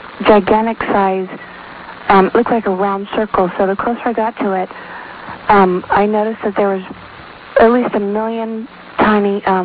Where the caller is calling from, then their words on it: Redding, California, United States; I'm calling from Redding, California.